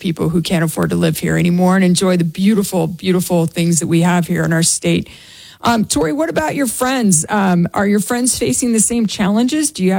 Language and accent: English; Monument, Colorado, United States; I grew up in Monument.